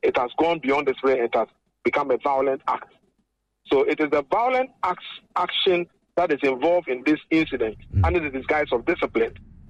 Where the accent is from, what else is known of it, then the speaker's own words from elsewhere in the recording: Ghana; as Ghanaian parents, we unequivocally condemn this act of violence